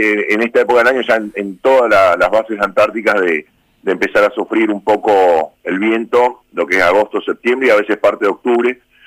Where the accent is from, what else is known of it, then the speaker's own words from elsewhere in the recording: Buenos Aires, Argentina; born there; yo soy nacido en Buenos Aires, mi padre era de Villaguay, tengo primos en Gualeguaychú también.